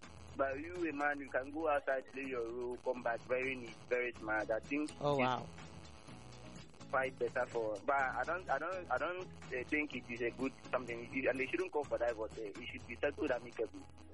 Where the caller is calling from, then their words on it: Nigeria; I'm calling from Omoga.